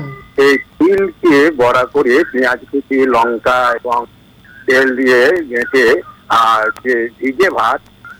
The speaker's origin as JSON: {"language": "Bangla", "area": "Bankura district", "region": "West Bengal", "country": "India", "tie": "born or raised there", "moved": "yes", "said": "এখানে যেহেতু আমরা গ্রামাঞ্চলে ছেলেবেলায় দেখেছি"}